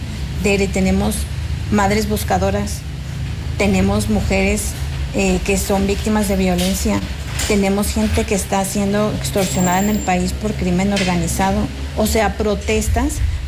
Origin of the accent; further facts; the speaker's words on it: San Luis Potosí, Mexico; pero soy una ciudadana, soy potosina y tengo mucha preocupación porque este no es el San Luis que yo quiero para la familia